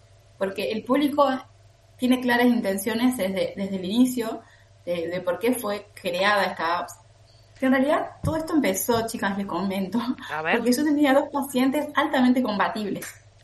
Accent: Concordia, Entre Ríos, Argentina; yo soy de Concordia es una ciudad muy chica

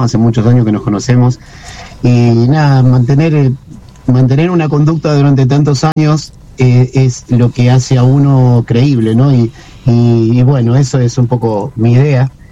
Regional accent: Argentina; tengo el ADN del argentino

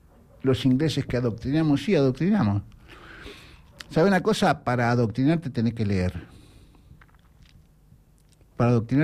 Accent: Argentina; Porque somos argentinos.

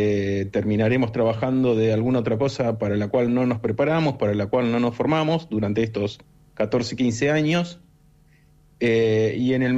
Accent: Buenos Aires, Argentina; moved away as an adult; now in Puerto Madryn, Argentina; soy de Buenos Aires, me vine acá a Madryn, a Puerto Madryn, hace 3 años con el doctorado.

